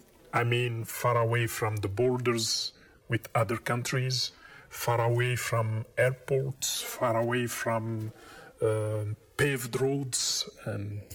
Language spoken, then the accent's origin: English; DR Congo; moved away as an adult; also born or lived in Taiwan; I am from the Congo